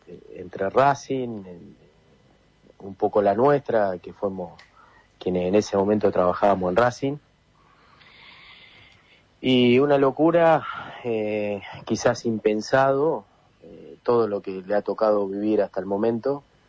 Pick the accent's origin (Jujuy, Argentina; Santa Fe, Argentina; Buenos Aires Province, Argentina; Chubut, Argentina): Buenos Aires Province, Argentina; Benito Juárez; La realidad es que yo soy de Benito Juárez.